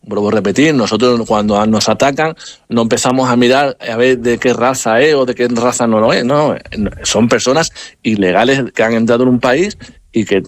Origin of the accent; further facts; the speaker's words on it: Spain; observar cómo iré yo, que soy español y cristiano